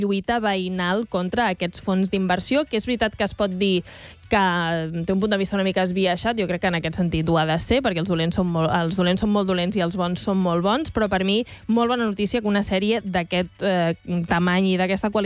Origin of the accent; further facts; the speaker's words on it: Barcelona, Catalonia, Spain; els que vivim a Barcelona i som de Barcelona